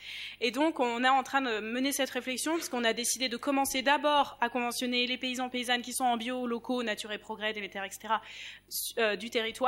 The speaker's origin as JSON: {"language": "French", "region": "Occitanie", "country": "France", "said": "Je viens du territoire de l'Aude et je travaille là-bas."}